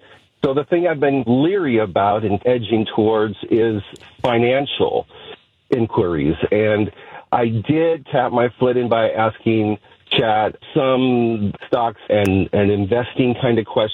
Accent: California, United States; now in Michigan, United States; I'm originally from California, so they're still in California, but I'm in here in Michigan.

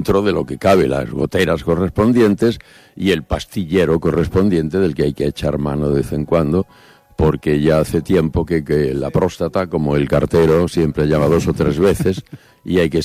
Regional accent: Chinchón, Community of Madrid, Spain; dentro de unos días cumplo 89 años. Y debo decir que el crío de Chinchón

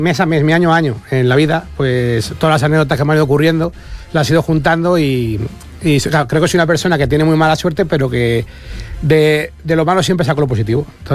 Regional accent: Aranjuez, Community of Madrid, Spain; accent: Toledo; en mi pueblo, o sea, soy de Aranjuez, pero es frontera con Toledo

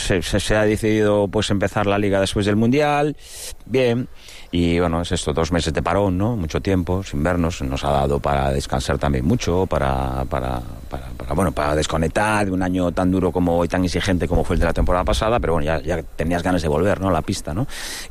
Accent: A Coruña, Galicia, Spain; Soy de Coruña

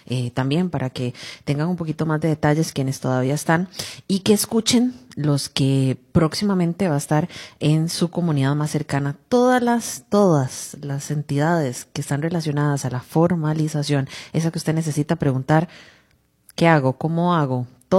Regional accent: Guápiles, Limón, Costa Rica; Yo soy de Guápiles

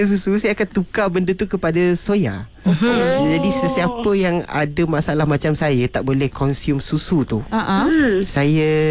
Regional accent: Sarawak, Malaysia; also born or lived in Kuala Lumpur; now in Melaka, Malaysia; Saya berasal daripada Sarawak.

